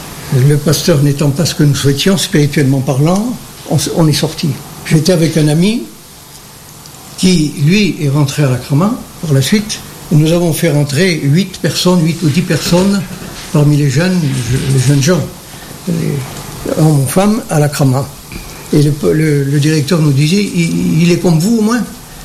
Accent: Algeria; me dit, d'où tu es, toi? Je suis d'Algérie.

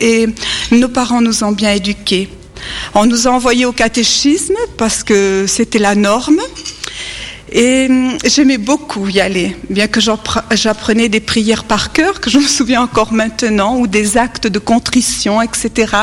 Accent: France

